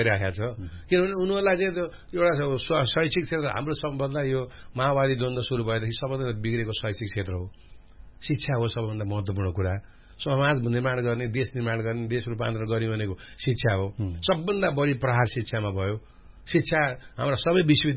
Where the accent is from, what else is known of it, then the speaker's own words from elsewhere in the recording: Pokhara, Gandaki Province, Nepal; हामी त यहीँ जन्मेर हुर्केको